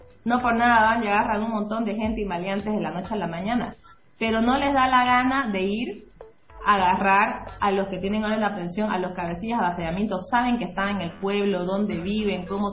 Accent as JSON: {"language": "Spanish", "region": "Santa Cruz", "country": "Bolivia", "said": "yo como mujer cruceña y mujer trabajadora"}